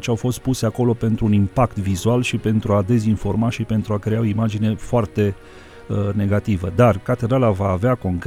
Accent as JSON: {"language": "Romanian", "town": "Brașov", "region": "Brașov County", "country": "Romania", "said": "noi ca și brașoveni"}